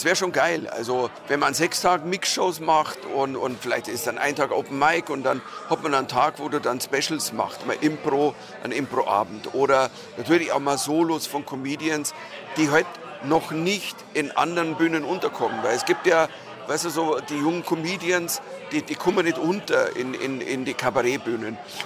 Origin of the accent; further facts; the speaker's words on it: Bavaria, Germany; now in Vienna, Austria; ich nicht komme als Deutscher, der die Österreich belehren will, sondern ich komme als A, auch als Bayer.